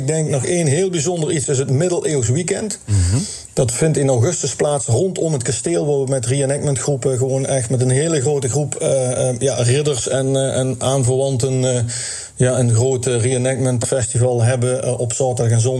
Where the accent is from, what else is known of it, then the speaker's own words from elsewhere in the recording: Leunen, Limburg, Netherlands; born there; now in Well, Netherlands; Ik ben geboren in Luurne, bij Venray. Maar ik woon al sinds 1996 zo'n beetje in Well.